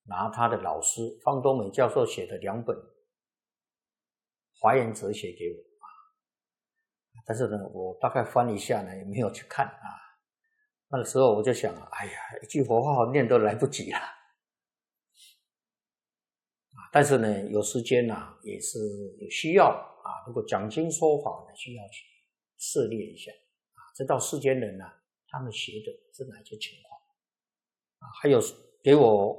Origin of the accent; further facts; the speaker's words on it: Xizhi, New Taipei, Taiwan; 我七年前呢也挂一个名戏子拱北殿，就是我家乡这个仙公庙